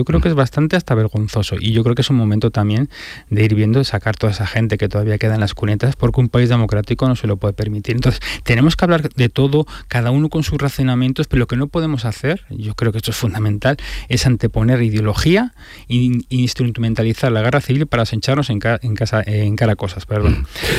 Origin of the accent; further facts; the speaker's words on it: Andalusia, Spain; Que sí, yo soy escritor andaluz.